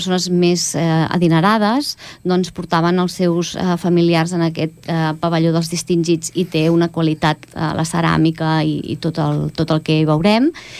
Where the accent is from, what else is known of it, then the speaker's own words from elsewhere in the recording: Castellvell del Camp, Catalonia, Spain; now in Esplugues de Llobregat, Spain; jo sóc de Castellvell, un poble al costat de Reus